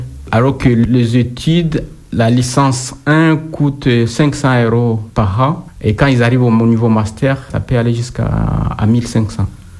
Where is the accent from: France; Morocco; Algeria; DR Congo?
DR Congo; Mon pays d'origine, c'est la République démocratique du Congo.